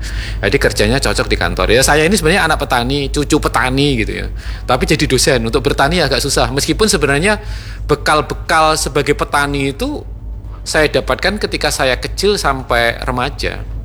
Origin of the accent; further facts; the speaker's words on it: Madiun, East Java, Indonesia; dulu di sekitar kampung saya itu yang menebang tebu itu selain masyarakat sekitar situ itu ada juga yang dari kabupaten lain. Saya kan di Madiun ya, Ngawi datang ke situ.